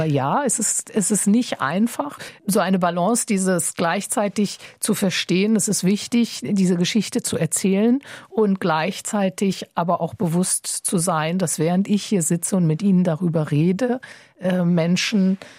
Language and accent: German; Wiesbaden, Hesse, Germany; moved away as an adult; now in France; Ich bin zum Beispiel in Wiesbaden groß geworden und ich lebe jetzt seit über 20 Jahren in Frankreich. Aber wenn ich nach Hessen komme, verspüre ich sofort eine Verbundenheit.